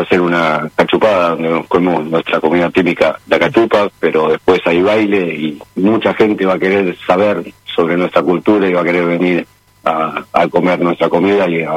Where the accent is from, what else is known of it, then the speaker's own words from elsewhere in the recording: Argentina; yo voy a hinchar por Argentina porque soy argentino.